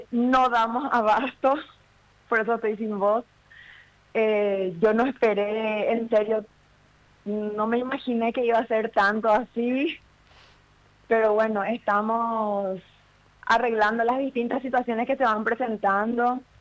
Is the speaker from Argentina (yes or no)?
no; Villarrica, Guairá, Paraguay; Yo soy de Villarrica. Nosotros vivimos en Villarrica.